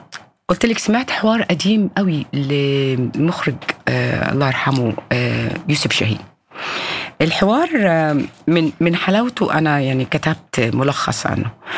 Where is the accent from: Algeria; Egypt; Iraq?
Egypt; Cairo, Cairo Governorate; moved away; عندنا في القاهرة